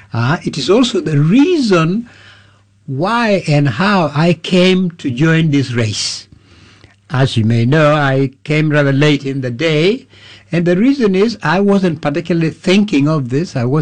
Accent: Uganda; So really, yes, I'm from Uganda, very proud to be from Uganda. I'm from Africa.

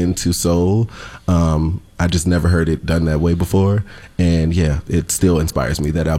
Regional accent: Richmond, Virginia, United States; we're both from Richmond, Virginia.

